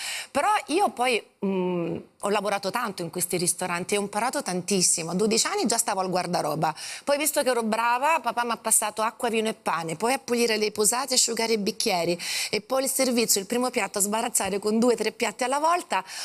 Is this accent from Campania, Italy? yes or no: yes; Sorrento, Campania, Italy; also born or lived in Paris, France; Io sono nata a Parigi e mio papà lavorava per una grande catena alberghiera a Parigi